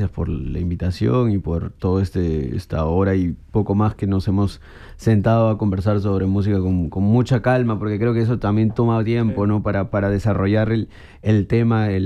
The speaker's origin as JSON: {"language": "Spanish", "region": "Lima", "country": "Peru", "tie": "born or raised there", "said": "yo nací en Lima, pero mis padres son guarochiranos. Órale. Incluso tengo abuelos que, mi abuelo materno es de Amazonas, ¿no?"}